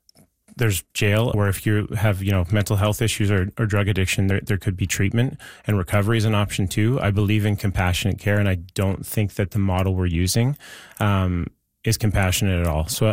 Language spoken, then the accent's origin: English; West Kelowna, British Columbia, Canada; I'm really excited to serve my residents in my hometown in this capacity.